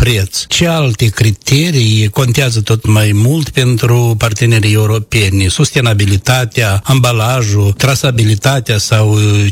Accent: Moldova

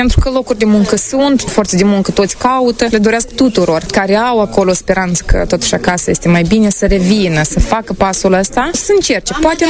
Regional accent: Hîncești, Hîncești District, Moldova; moved away as an adult; Suntem din Hâncești, Logănești. Aveam procurat apartamentul nostru, că soța noastră ne oricum ne chema acasă. Locuim în Hâncești deja de 5 ani.

